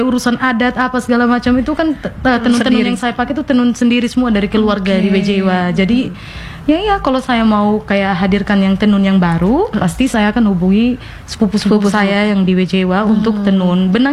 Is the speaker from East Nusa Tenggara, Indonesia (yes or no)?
yes; East Nusa Tenggara, Indonesia; sebenarnya kita ini orang Sumba nih pintar, cerdas, itu kita semua punya begitu.